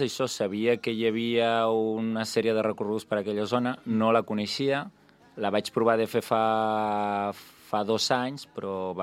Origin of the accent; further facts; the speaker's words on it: Tarragona, Catalonia, Spain; Jo vaig a Tarragona perquè meus pares viuen allà, jo sóc de Tarragona